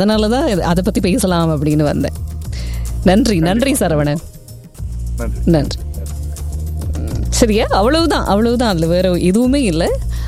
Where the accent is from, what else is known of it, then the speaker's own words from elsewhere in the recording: Sri Lanka; இலங்கையில நான் பிறந்து வளர்ந்ததுனால, இலங்கையிலேயே ஊடகத்துக்குள்ள நான் வேலைக்கு போனதுனால